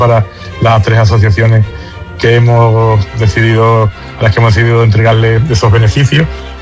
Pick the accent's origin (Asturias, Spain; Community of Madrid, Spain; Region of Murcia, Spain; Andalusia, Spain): Andalusia, Spain; San Juan del Puerto; dónde estaba San Juan del Puerto, que es mi pueblo